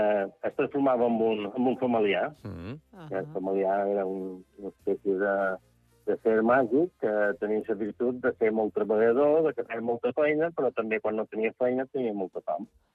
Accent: Santa Eulària des Riu, Balearic Islands, Spain; Avui, jo som de Sant Eulari, no som de Sant Joan.

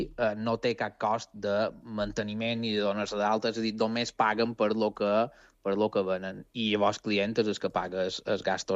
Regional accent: Campos, Balearic Islands, Spain; com tu has dit, nosaltres som de Campos.

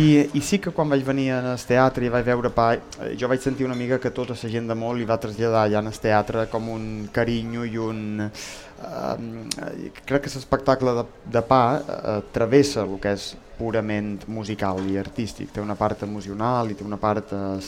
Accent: Sant Climent, Balearic Islands, Spain; Sant Climent

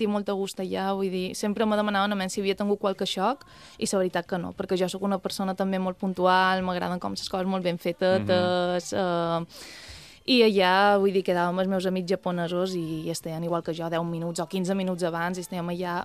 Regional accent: Balearic Islands, Spain; I clar, quan me demanaven exactament d'on, jo li deia, bé, sóc d'una illa d'Espanya, sóc de Mallorca, i curiosament, bé, no ho coneixien, però uh-huh.

